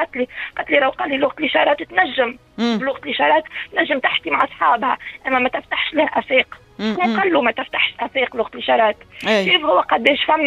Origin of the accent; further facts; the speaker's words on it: Tunisia; moved away as an adult; now in France; معناها ذهلت مدام اللي أنا تونسية،